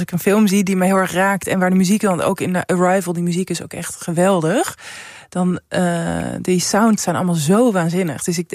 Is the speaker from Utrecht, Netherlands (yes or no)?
no; Amsterdam, North Holland, Netherlands; Nou, ik ben opgegroeid in Centrum Amsterdam en ik zat ook op een basisschool een beetje in de grachtengordel.